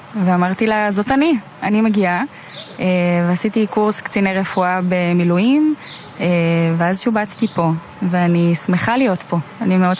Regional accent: Lehavim, Southern District, Israel; אני דרומית במקור, אני מלהבים.

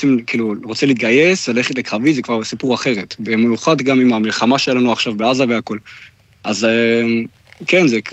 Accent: Germany; Hebrew is a second language; גדלתי בגרמניה, בנוחות ולהיות כן. בטוח בגרמניה, אז כן, וגם זה אחד, ושתיים, גדלתי בבית ציוני מאוד, כאילו יש לנו את המחנה קיץ וחורף, של כאילו כל היהודים בגרמניה מצרפים למחנה קיץ כזה

